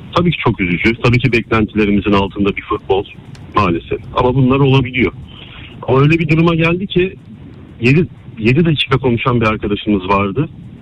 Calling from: Istanbul, Turkey; ben İstanbul'dan arıyorum.

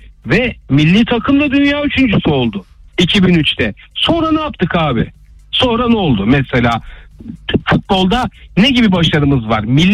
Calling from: Istanbul, Turkey; Ümraniye'de oturuyorum

